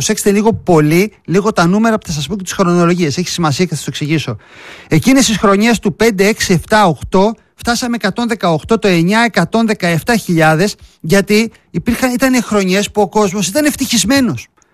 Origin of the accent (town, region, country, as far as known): Greece